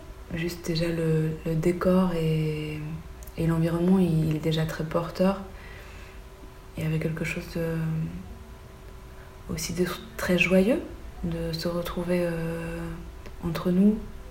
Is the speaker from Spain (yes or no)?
no; Belgium; comme je suis belge au thaï, pour des personnes blanches en Belgique